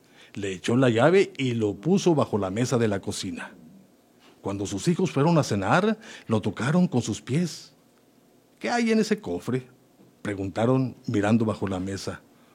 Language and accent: Spanish; Camargo, Mexico; somos de Camargo.